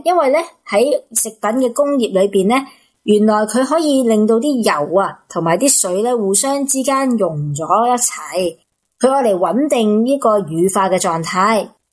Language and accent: Cantonese; Hong Kong; 其实唔好话净系面包啊，我哋香港人好多咧，翻工一族啊